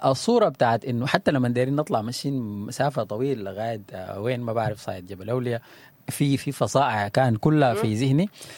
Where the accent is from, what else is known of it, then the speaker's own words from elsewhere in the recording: Sudan; آدم ده ولدنا هناك في السودان هناك ونحنا نشأنا وقعدنا هناك بيتنا ووعنا ده هناك